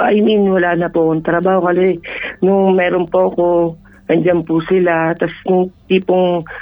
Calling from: Bulacan, Central Luzon, Philippines; Bulacan ko.

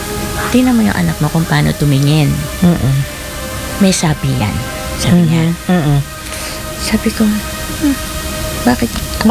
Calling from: Bicol Region, Philippines; Sa Bicol po kasi, yung sa province namin

